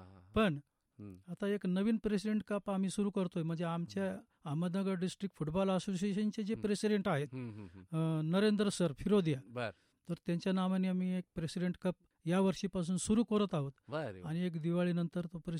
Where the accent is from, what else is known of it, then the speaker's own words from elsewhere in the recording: Ahmednagar district, Maharashtra, India; माझा जिल्हा नगरचा आहे